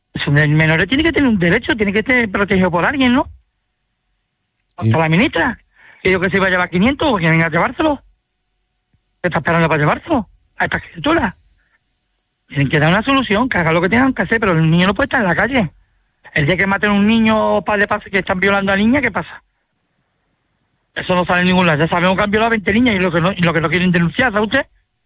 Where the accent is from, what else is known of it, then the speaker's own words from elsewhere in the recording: Spain; Somos ciudadanos españoles. Nosotros existimos más españoles que nadie.